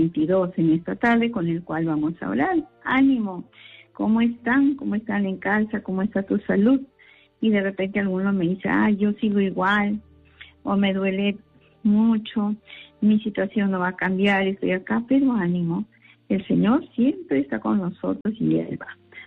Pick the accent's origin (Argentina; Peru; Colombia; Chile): Peru; para que como peruanos podamos unificarnos, podamos tener un mismo corazón. Eso es lo que queremos en nuestro país también, paz.